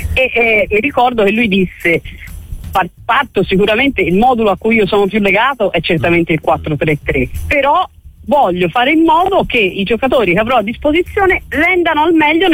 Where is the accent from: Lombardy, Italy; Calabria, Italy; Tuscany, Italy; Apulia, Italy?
Tuscany, Italy; Florence; io sono nata e cresciuta a Firenze